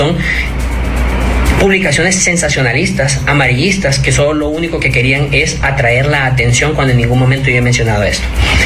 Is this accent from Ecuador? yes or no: no; Honduras